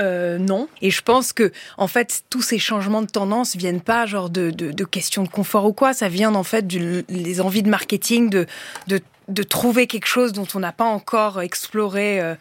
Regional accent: France; moved away; Oui, moi, je suis à moitié anglaise. Et d'ailleurs, je crois qu'une des raisons pour lesquelles je suis partie de la France

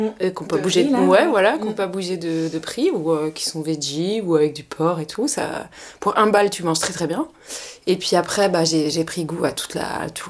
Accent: Pays de la Loire, France; now in Paris, France; Non, je suis du 4-4. Je suis de Loire-Atlantique à l'origine, mais ça fait 20 ans que j'habite à Paris.

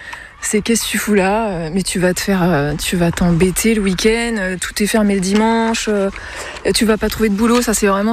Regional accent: Paris, Île-de-France, France; moved away as an adult; now in Mayenne, France; Je viens de Paris

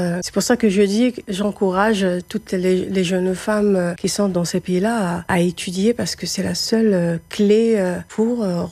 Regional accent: Algiers, Algiers Province, Algeria; moved away; J'ai grandi à Alger, je ne parle pas bien le Kabyle, mais j'adore cette culture, ça m'a nourrie.

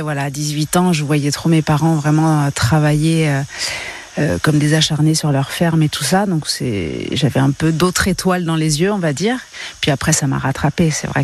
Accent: Centre-Val de Loire, France; born there; moved away; also born or lived in Normandy; Alors moi, je viens de la Sologne. Je suis née vraiment à côté du château de Chambord, mais voilà, c'est un mix de Normandie et de Sologne, avec une famille viticulteurs et éleveurs aussi en vaches laitières.

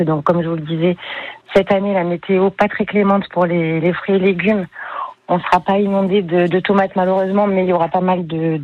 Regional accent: Provence-Alpes-Côte d'Azur, France; pour nous de chez nous, en Provence.

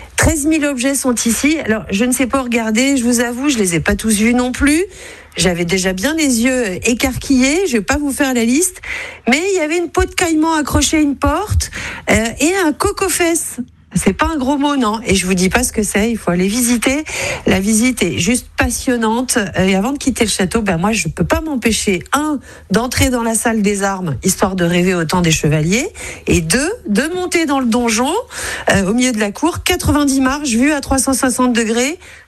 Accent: Auvergne-Rhône-Alpes, France; ici, chez nous, en Pays de Savoie

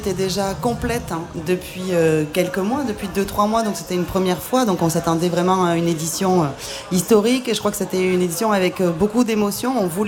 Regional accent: South-West France, France; accent: southwestern; now in La Rochelle, France

